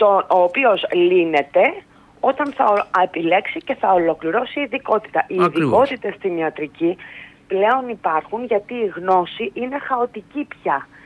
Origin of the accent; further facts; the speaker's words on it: Greece; Ως Έλληνες γιατροί.